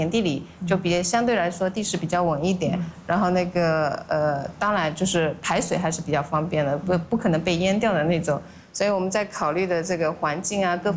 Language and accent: Chinese; Zhejiang, China; 可能我们浙江人最大的那个就是台风不是每年来吗？